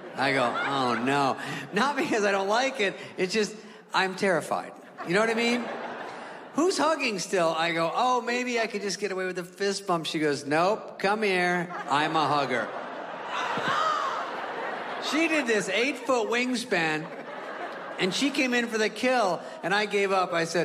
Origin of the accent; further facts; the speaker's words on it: California, United States; I'm from California.